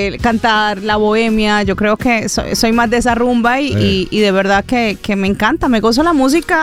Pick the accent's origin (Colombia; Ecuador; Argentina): Colombia